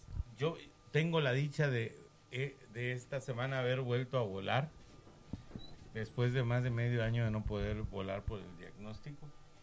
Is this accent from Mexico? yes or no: yes; Quintana Roo, Mexico; Pasé Wilma en Cancún, porque soy de Quintana Roo